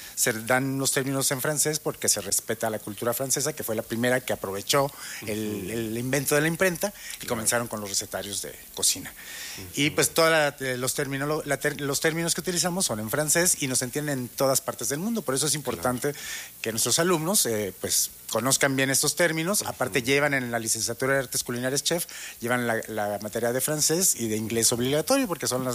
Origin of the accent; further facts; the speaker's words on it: Morelia, Michoacán, Mexico; Yo soy originario de Morelia. Pues yo tenía ganas de estudiar gastronomía.